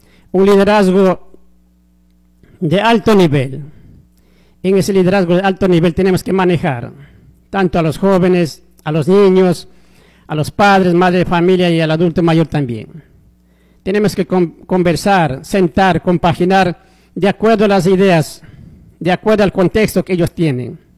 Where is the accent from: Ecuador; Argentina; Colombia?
Ecuador; Somos sangre ecuatorianos.